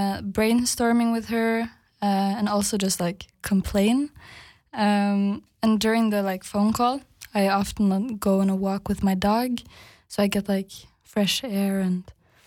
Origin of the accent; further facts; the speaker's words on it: Agder, Norway; English is a second language; I'm from Norway, and I live in Kristiansand.